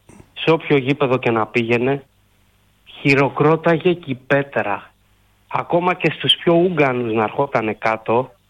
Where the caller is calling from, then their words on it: Corinth, Peloponnese, Greece; από την Κόρινθο